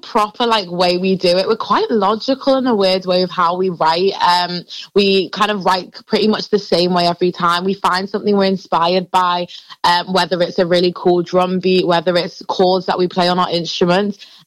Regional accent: Liverpool, North West England, United Kingdom; as in we're from Liverpool and stuff.

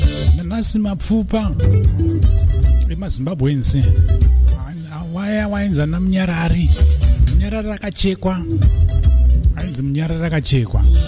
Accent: Zimbabwe; Well, Zimbabwe was Zimbabwe. We come from Rhodesia, or Zimbabwe, Rhodesia, into Zimbabwe.

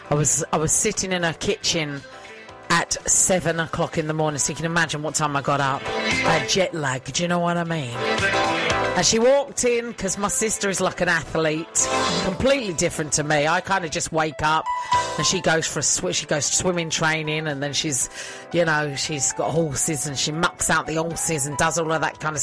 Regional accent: London, United Kingdom; born there; moved away; I was born in London

